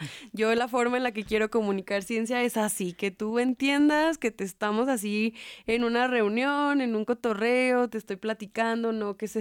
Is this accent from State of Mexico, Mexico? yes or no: no; Zacatecas, Mexico; moved away as an adult; Zacatecas, creo que es por ser mi hogar, mi tierra